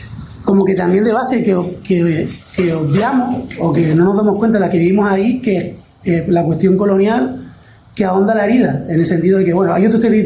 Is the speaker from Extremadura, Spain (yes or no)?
no; Canary Islands, Spain; la población canaria